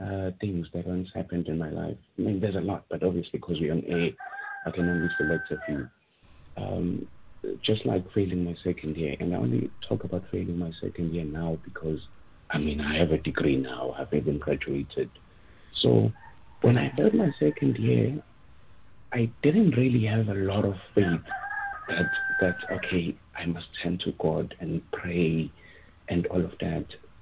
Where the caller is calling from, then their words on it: South Africa; I guess it's proper in South Africa.